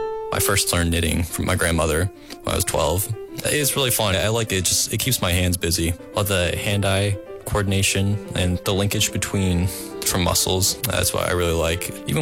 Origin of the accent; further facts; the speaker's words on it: Trenton, Maine, United States; growing up in Maine, it's incredible. It's gorgeous there. There's a huge amount of just natural wildlife. I live right outside of Acadia National Park.